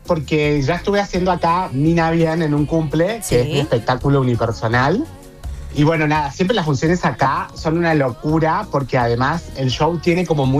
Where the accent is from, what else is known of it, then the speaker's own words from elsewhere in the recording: Córdoba, Argentina; yo soy de origen, yo soy originaria. Soy autóctona de acá del país de Córdoba